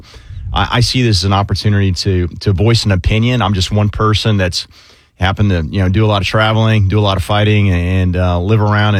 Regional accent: Orange Park, Florida, United States; And when I grew up in Orange Park, everybody on my block was a veteran of either World War II, Korea, or Vietnam.

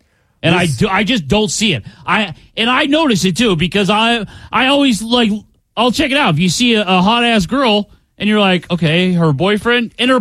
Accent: Nebraska, United States; I'm from that area. I'm from Nebraska.

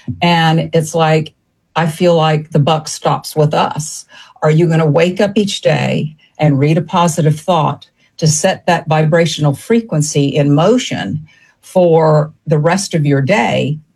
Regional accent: Savannah, Georgia, United States; growing up in the South, I grew up in Savannah, Georgia. I'm a Georgia girl.

